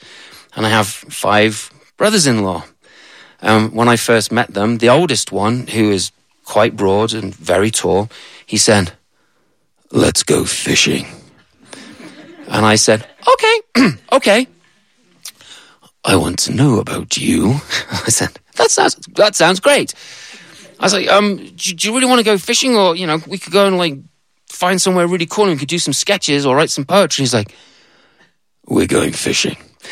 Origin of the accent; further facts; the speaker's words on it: England, United Kingdom; moved away as an adult; now in United States; I'm English.